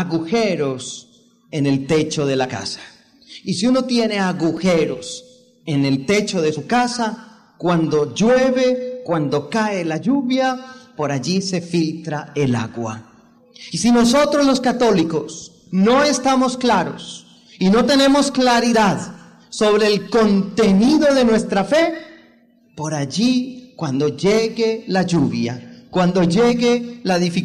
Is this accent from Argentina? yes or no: no; Colombia; en mi país, en Colombia